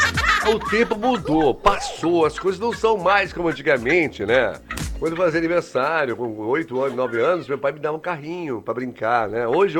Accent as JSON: {"language": "Portuguese", "town": "Salvador", "region": "Bahia", "country": "Brazil", "said": "Não, porque eu sou de Salvador."}